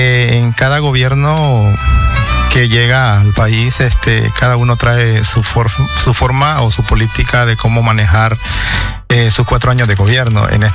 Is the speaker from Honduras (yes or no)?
yes; Honduras; moved away as an adult; now in Washington, D.C., United States; es mi país, es donde nací